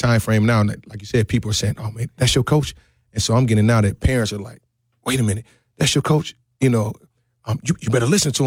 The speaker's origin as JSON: {"language": "English", "town": "Milwaukee", "region": "Wisconsin", "country": "United States", "said": "I'm from the North"}